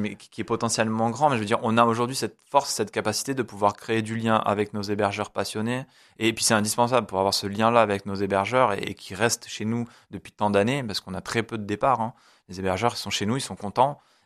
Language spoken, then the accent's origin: French; Avignon, Provence-Alpes-Côte d'Azur, France; moved away; moi je suis originaire d'Avignon, j'ai vécu de nombreuses années à Avignon et j'avais cette volonté aussi de revenir ici pour créer mon entreprise ici.